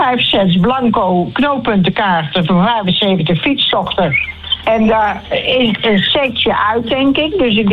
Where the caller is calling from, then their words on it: Gorinchem, South Holland, Netherlands; ik woon in Gorinchem.